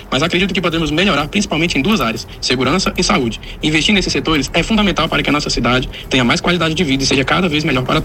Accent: Planaltina, Federal District, Brazil; Sou nascido e criado em Planaltina, Distrito Federal, há 43 anos. Conheço muito bem a nossa cidade e tenho um carinho enorme por ela.

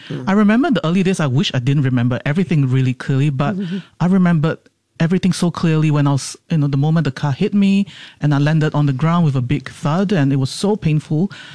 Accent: Singapore; I mean, I grew up in Singapore, of course.

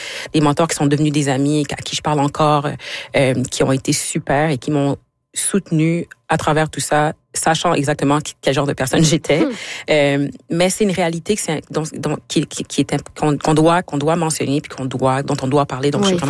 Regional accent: Quebec, Canada; moved away; Je suis partie du Québec

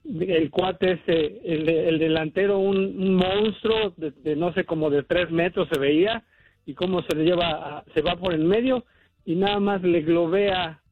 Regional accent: Mexico City, Mexico; siempre me han tratado muy bien, aunque sepan que soy chilango, yo nunca he tenido problemas por eso.

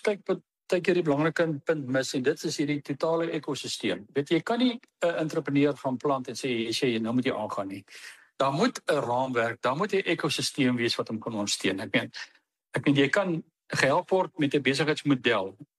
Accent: George, Western Cape, South Africa; ook in my area waar ek vandaan kom, hoeveel gemeenskapsale is daar? Ek dink as 'n stuk of 14 gemeenskapsale reg oor die Breer George area.

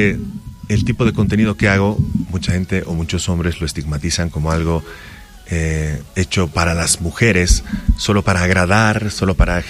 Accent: Santa Cruz de la Sierra, Santa Cruz, Bolivia; yo vengo de Santa Cruz, que es bastante cálido, es trópico, entonces el clima es entre 28 y 35 todo el año.

